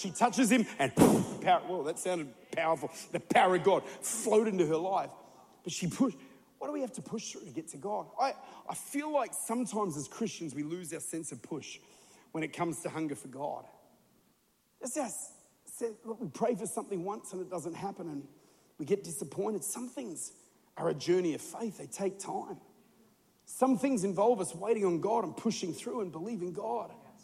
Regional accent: South Australia, Australia; I'm Australian, which basically means I was British

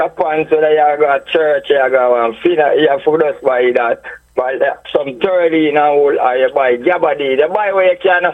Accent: Kingston, Jamaica; I come from Dungatown, which is Kingston.

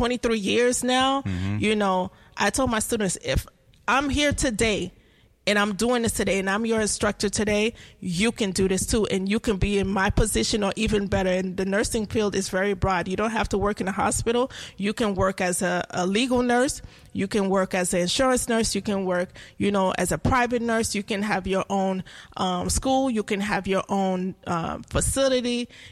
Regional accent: United States; first language Haitian Creole; English is a second language; No, I am not from Haiti. My family is from Haiti. So I am Haitian American. I was born here in the U.S.

